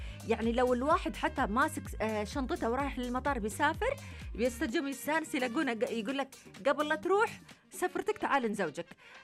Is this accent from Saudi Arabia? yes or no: yes; Saudi Arabia; عندنا في السعودية؟